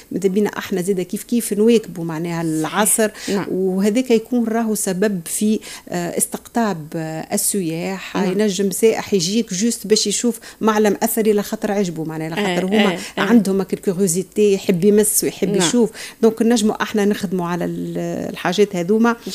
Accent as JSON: {"language": "Arabic", "country": "Tunisia", "said": "الموروث الثقافي المادي ولا مادي اللي عندنا في تونس،"}